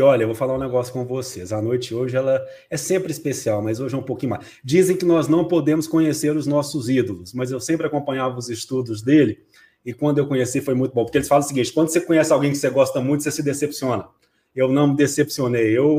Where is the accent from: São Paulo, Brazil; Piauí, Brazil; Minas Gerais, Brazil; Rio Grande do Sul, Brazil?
Minas Gerais, Brazil; Sou mineiro